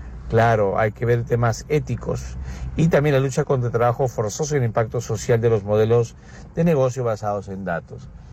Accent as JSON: {"language": "Spanish", "country": "Peru", "also_born_or_lived": "Pamplona, Spain", "said": "en mi país, aquí en Perú"}